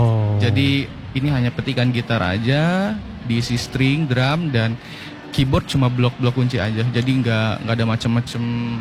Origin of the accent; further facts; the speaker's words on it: Pandeglang, Banten, Indonesia; Saya asli Pandeglang.